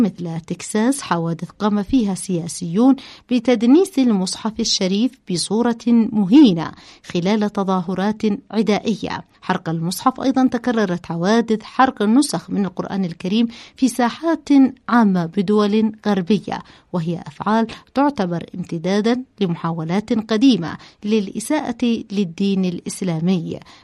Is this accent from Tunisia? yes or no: no; Yemen; في بلادنا اليمن